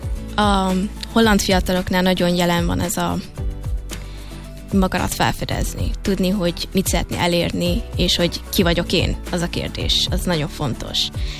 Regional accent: Hungary; now in Netherlands; Szóval, ha én azt mondom, hogy magyar vagyok, a másik az, hogy afgán, a másik azt mondja, hogy egyiptomi

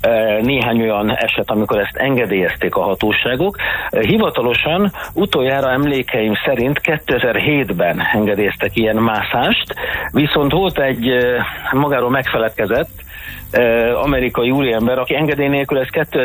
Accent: Hungary

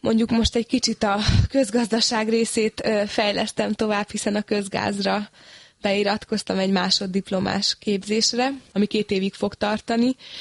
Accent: Hungary; born there; also born or lived in Phoenix, United States; nem véletlenül születtem Magyarországra, és iszonyatos volt a honvágyam is

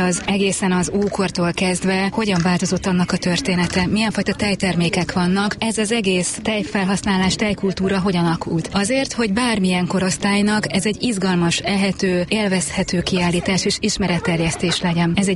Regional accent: Miskolc, Borsod-Abaúj-Zemplén, Hungary; Igazából pont a megnyitón mondtam is, hogy én miskolci vagyok

